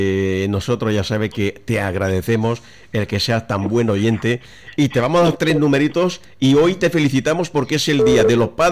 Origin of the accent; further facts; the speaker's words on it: Murcia, Region of Murcia, Spain; Ellos son marcianos, nosotros somos murcianos.